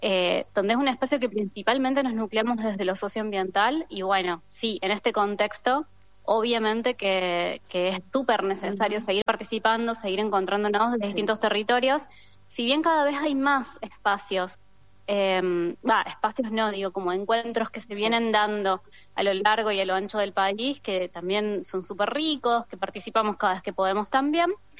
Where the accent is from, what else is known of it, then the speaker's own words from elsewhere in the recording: Río Cuarto, Córdoba, Argentina; siento como que soy de dos territorios, un poco. Por un lado, detrás de la sierra, que yo luchaba hace 8 años, y por otro lado, de Río Cuarto, que es el lugar donde viví siempre